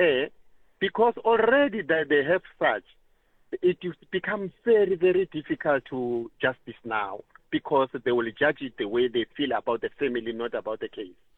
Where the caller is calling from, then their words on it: Bela-Bela, Limpopo, South Africa; I'm calling from Limpopo in Bela-Bela.